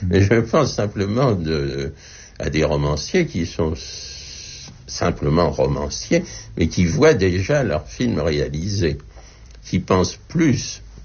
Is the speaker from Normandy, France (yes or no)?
yes; Le Havre, Normandy, France; même des personnages sont plus ou moins ressemblants à des personnages que j'ai connus dans mon enfance au Havre.